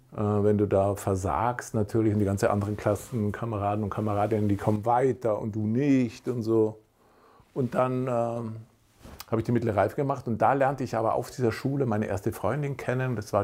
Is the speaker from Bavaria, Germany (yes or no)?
yes; Bavaria, Germany; Ich komme zwar aus den Alpen, da waren es eher so Bauernschränke, aber manchmal auch Leuchterlampen, die wir verkauft haben.